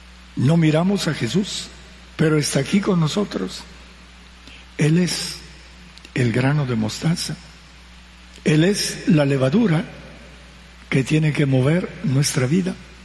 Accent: Petén, Guatemala; en nuestro petén, en nuestra comunidad parroquial

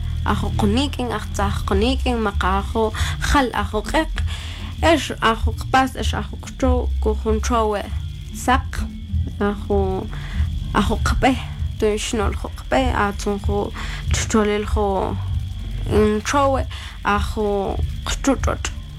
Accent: Huitán, Quetzaltenango, Guatemala; más orgullosa que nunca de ser huitaneca de corazón y de ser guatemalteca

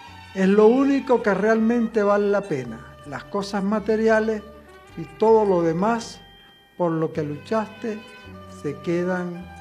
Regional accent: Margarita, Nueva Esparta, Venezuela; moved away

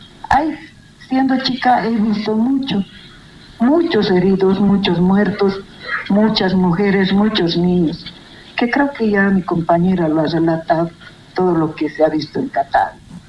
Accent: Llallagua, Potosí, Bolivia; Nosotros vivíamos aquí en el campamento 6, aquí, de odontología y atrás.

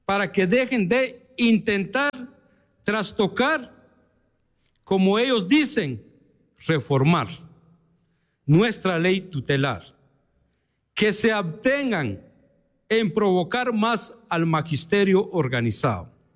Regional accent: Sololá, Guatemala; nuestro bello departamento de Sololá

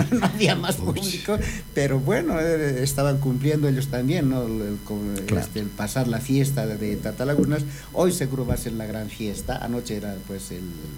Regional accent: Oruro, Bolivia; somos así los orureños.

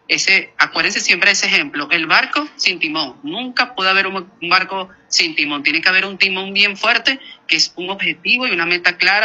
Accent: Venezuela; Nosotros, como venezolanos, a pesar de que, y lo tengo que decir

